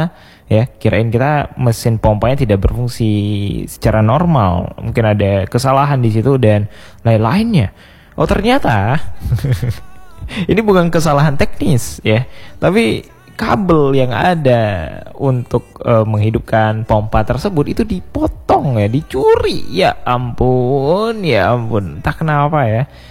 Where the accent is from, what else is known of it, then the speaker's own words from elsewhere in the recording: Banda Aceh, Aceh, Indonesia; kita selaku warga Banda Aceh